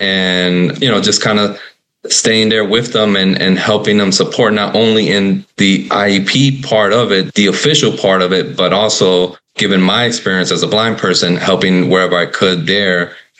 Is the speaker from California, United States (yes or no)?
no; Florida, United States; my home state of Florida